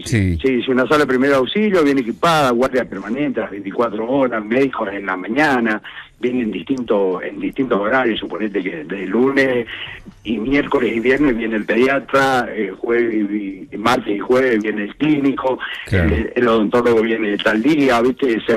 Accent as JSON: {"language": "Spanish", "town": "Carmensa", "region": "Mendoza", "country": "Argentina", "tie": "born or raised there", "accent": "Mendoza", "said": "Soy nacido y creo que voy a terminar acá mi día en Carmenza."}